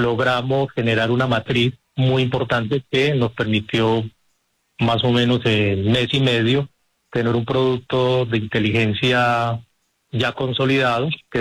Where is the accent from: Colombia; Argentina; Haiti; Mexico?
Colombia; como muchos colombianos, estamos cansados de la manera como se saquea o se desfalca el sistema de salud.